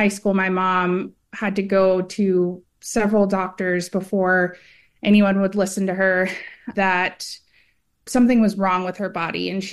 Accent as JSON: {"language": "English", "region": "Texas", "country": "United States", "tie": "born or raised there", "said": "you can't say you're not from Texas, but my heart is from the East Coast. So I grew up in Texas"}